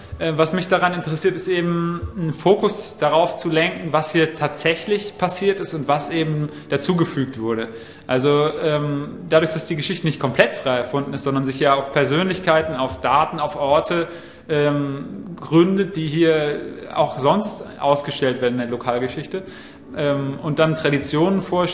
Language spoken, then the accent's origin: German; Marburg, Hesse, Germany; now in Halle, Germany; Ursprünglich komme ich aus Marburg in Hessen und bin eben nach Halle gekommen, um dort Kunst zu studieren.